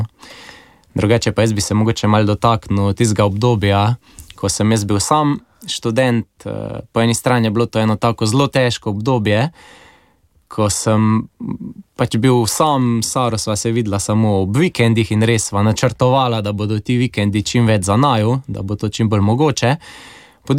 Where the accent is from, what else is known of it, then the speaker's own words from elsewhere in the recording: Velenje, Savinjska, Slovenia; also born or lived in Maribor; now in Mozirje, Slovenia; Tako ja, drugače odraščala sva v Velenju, potem sva 8 let preživela v Mariboru kot študenta, pa potem na začetku pač karierne poti, potem smo se pa preselili nazaj v rodni kraj v resnici mojega očeta